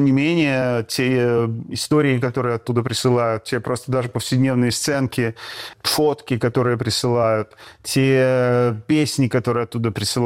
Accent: Odesa, Odesa Oblast, Ukraine; born there; moved away; Я родился в СССР. Ну, родился в городе Одессе.

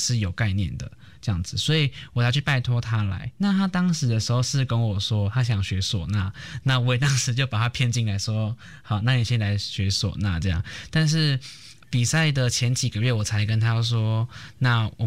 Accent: Taiwan; 我们家乡回兰

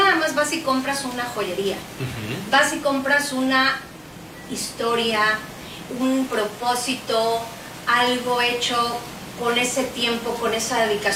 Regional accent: Mexico; hay que reconocer lo que tiene nuestro país como mexicanos

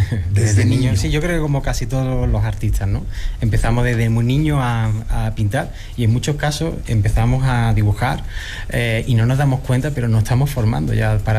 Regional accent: Málaga, Andalusia, Spain; la identidad de de donde vengo, es decir, de Málaga, España, hacia México, ¿no?

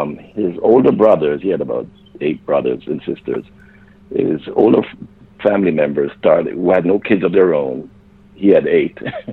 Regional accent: Linstead, Saint Catherine, Jamaica; born there; I was born in Linstead to a humble family.

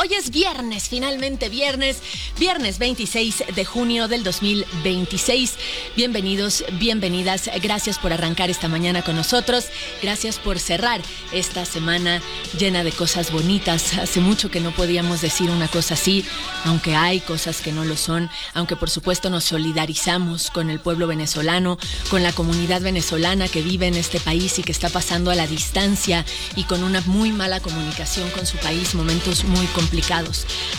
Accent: Mexico

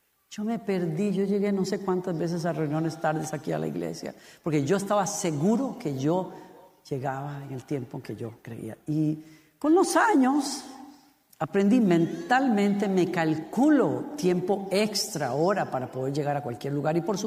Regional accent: Costa Rica; now in United States; Cuando yo llegué a los Estados Unidos, yo vengo de Costa Rica, para los de ustedes que no saben, Tiquicia, como le decimos allá.

